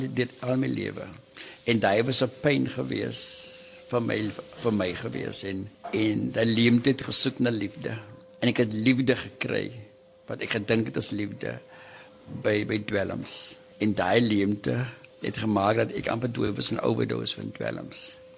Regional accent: Worcester, Western Cape, South Africa; moved away as an adult; Gebore en getoe in Woester. Ek is 'n woewoe kind, soos ons sê, Woester.

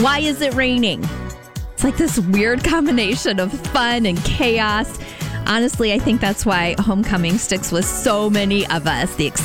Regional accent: Metamora, Illinois, United States

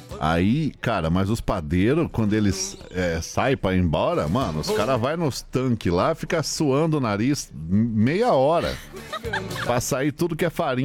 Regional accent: Lages, Santa Catarina, Brazil; Eu sou de Lages.

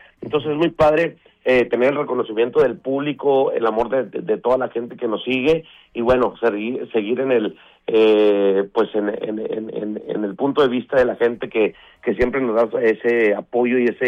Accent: Chihuahua, Mexico; moved away as an adult; also born or lived in Mexico City; yo me fui a los 18 años y soy oriundo de Chihuahua. Y dije, bueno, me voy a aventurar a la Ciudad de México

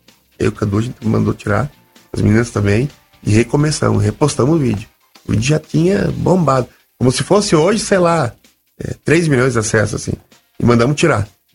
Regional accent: Rio Grande do Sul, Brazil; now in Curitiba, Brazil; Eu sou gaúcho, vou perder a identidade. Meio bairrista ainda, né? Tu vê, depois virei bairrista curitibano. Eu sou curitibano.

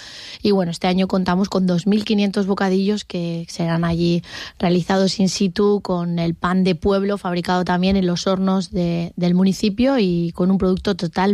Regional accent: Chirivella, Valencian Community, Spain; creo que como chiribellera no puedo dejar de poner en valor esto

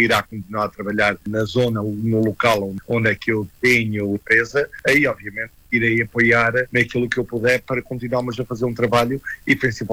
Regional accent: Lambeth, London, United Kingdom; now in Merton, United Kingdom; concorri por Lambeth porque é a zona que eu conheço desde sempre, onde cresci, apesar de não viver em Lambeth, mas é onde é que trabalho.

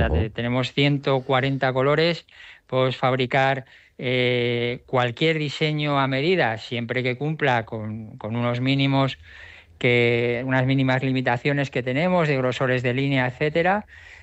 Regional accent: Pinoso, Valencian Community, Spain; born or raised there; also born or lived in Alicante

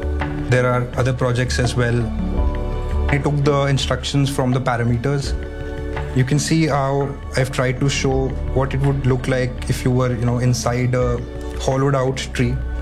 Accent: Dehradun, Uttarakhand, India; now in Delhi, India; I am from Dehradun, which is like a valley, and it is close to the Himalayas. It's all very green and very, very beautiful.

